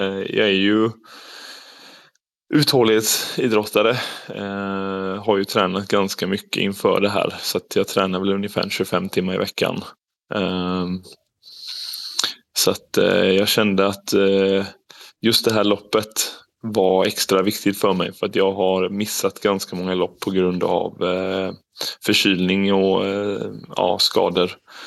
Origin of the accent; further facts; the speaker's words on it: Kalmar, Kalmar County, Sweden; now in Gothenburg, Sweden; jag är ju ursprungligen från Kalmar, så jag har familj här som jag passar på att träffa när jag ändå är hemma.